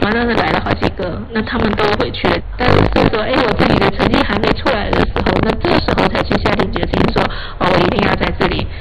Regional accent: Fujian, China; moved away; 然后而且我从福建来了，很喜欢吃新鲜，不喜欢冰冻的。

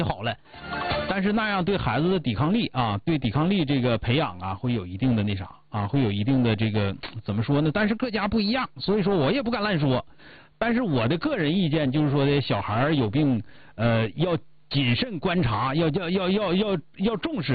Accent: Northeast China, China; 咱们东北人

